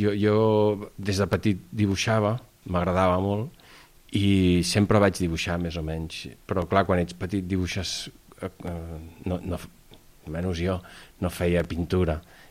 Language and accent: Catalan; Caldes de Montbui, Catalonia, Spain; also born or lived in Granollers; Soc de Caldes.